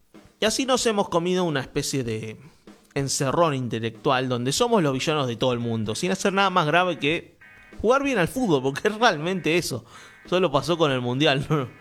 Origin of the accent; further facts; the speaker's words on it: Argentina; Somos todos argentinos.